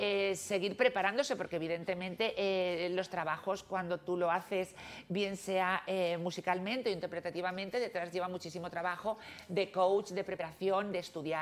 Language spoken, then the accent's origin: Spanish; Madrid, Community of Madrid, Spain; also born or lived in London; Yo soy madrileña, yo soy lo que se dice gata.